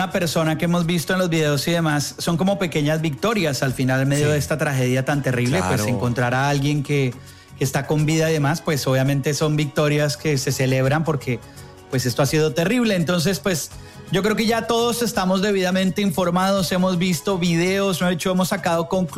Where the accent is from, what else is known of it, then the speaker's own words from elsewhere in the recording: Colombia; como ciudadanos y como colombianos por el mundo.